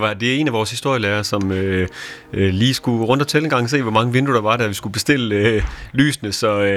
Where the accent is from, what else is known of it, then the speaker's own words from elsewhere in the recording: Tønder, Region of Southern Denmark, Denmark; moved away; Jeg er oprindeligt fra Tønder i Sønderjylland, hvor det med befrielsen fylder ganske meget.